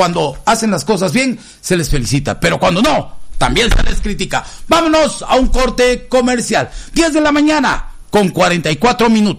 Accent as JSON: {"language": "Spanish", "region": "Chiapas", "country": "Mexico", "said": "Yo, como chiapaneco, como mexicano"}